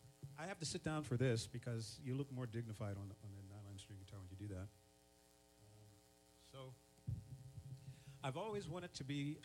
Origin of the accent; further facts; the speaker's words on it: Philadelphia, Pennsylvania, United States; moved away as an adult; now in Geneseo, United States; I'm actually from Philadelphia.